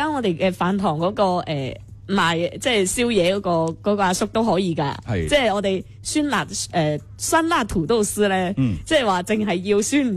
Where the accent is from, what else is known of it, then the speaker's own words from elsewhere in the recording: Guangdong, China; 我哋廣東人